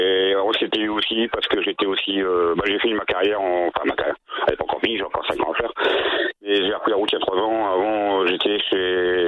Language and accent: French; Hauts-de-France, France; Les Ch'tis parce qu'on est du Nord, Truckers parce que on est tous des routiers.